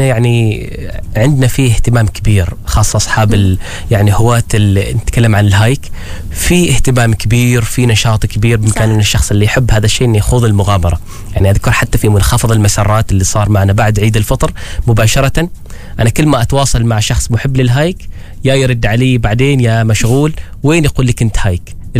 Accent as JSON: {"language": "Arabic", "country": "Oman", "said": "واحنا شوي العمانيين عن لهجتنا تختلف عن لهجتكم"}